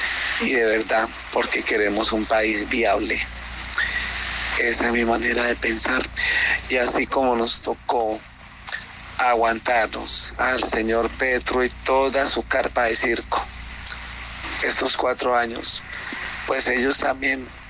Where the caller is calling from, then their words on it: Bucaramanga, Santander, Colombia; los escucho desde Bucaramanga.